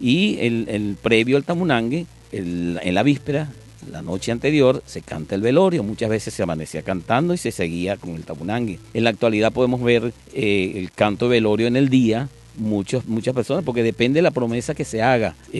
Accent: Lara, Venezuela

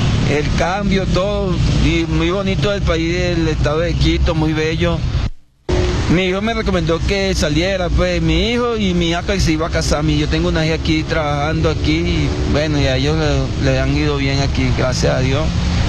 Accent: Venezuela; moved away; todos los venezolanos estamos buscando allá en Venezuela. Todos los migrantes venezolanos están salimos de Venezuela pues para eso, para adquirir su casa.

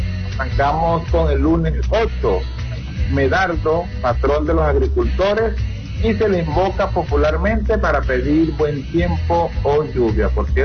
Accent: Venezuela; como somos buenos venezolanos

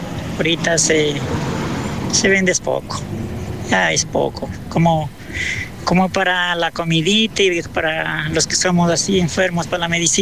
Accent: Montalvo, Los Ríos, Ecuador; also born or lived in Dureno, Sucumbíos; now in Lago Agrio area, Ecuador; Yo vengo de la provincia de Los Ríos, de Playas de Montalvo. Llegamos aquí en 1979, 6 de diciembre de 1979 llegamos acá al oriente, donde había apenas tres casas

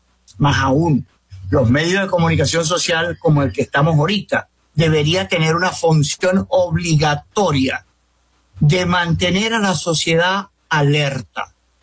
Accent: Venezuela; como venezolanos es que justamente vivimos en un país sísmico. Así como sabemos que vivimos en un país tropical y que tenemos en el orden de unos 6 meses de lluvia al año

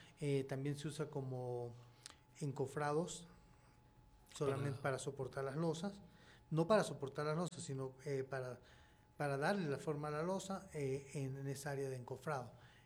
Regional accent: Venezuela

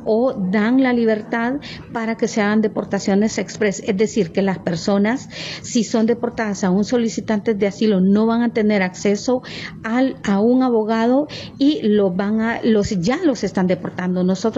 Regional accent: Honduras; cualquier hondureño que mira todas estas noticias dice, bueno, ¿realmente me garantizan estabilidad en mi país? Ese es un reto para el gobierno, cómo hacer atractivo el país para que nuestros compatriotas vengan, inviertan y se queden.

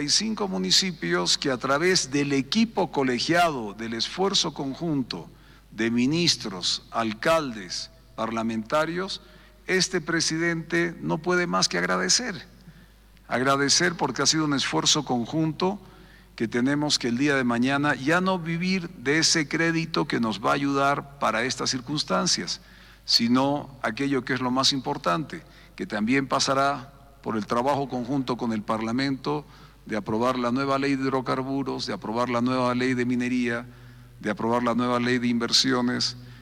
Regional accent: Tarija, Bolivia; Los que venimos de Tarija

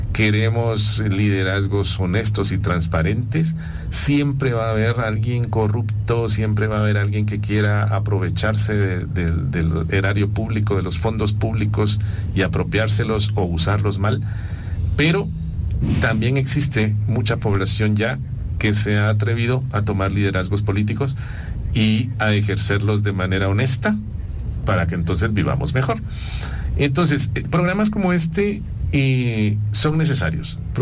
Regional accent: Guatemala; llevamos 10 años como Guatemala y como guatemaltecos discutiendo los temas que nos impactan día a día.

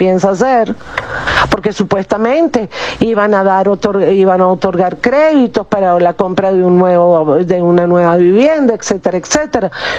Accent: Venezuela; yo no vivía en La Guaira, yo tuve mi vida también en La Guaira, como muchos venezolanos.

